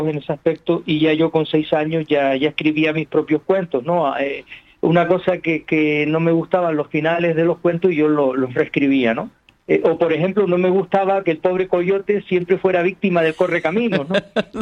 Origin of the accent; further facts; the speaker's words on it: Canary Islands, Spain; el haber nacido en estas montañas sagradas de Gran Canaria, ser el último habitante nacido dentro de mi pueblo, parido por mujer, que eso es mérito de mi madre, obviamente, en esta tierra, pues, que es un calillo